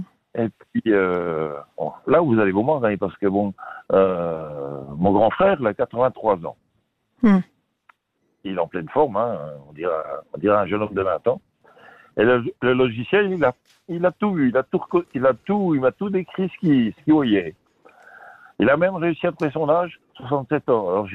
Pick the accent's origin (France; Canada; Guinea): France; Marseille, Provence-Alpes-Côte d'Azur; Moi, j'ai vu ça quand j'étais enfant, quand j'étais à Marseille.